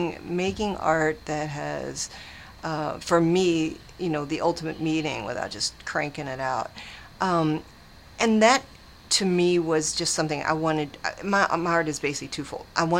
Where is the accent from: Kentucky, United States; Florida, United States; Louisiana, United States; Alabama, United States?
Kentucky, United States; Louisville; moved away as an adult; now in southern Indiana, United States; Born and raised in Louisville, but I'm currently in southern Indiana, which is only 20 minutes from downtown Louisville.